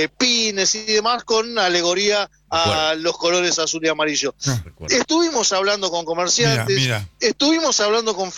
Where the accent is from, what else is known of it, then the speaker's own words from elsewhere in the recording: La Plata, Buenos Aires Province, Argentina; Yo soy de la ciudad de La Plata